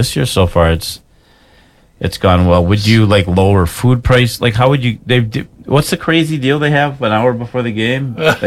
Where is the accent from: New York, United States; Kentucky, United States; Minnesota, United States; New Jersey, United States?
Minnesota, United States; we're from Minnesota.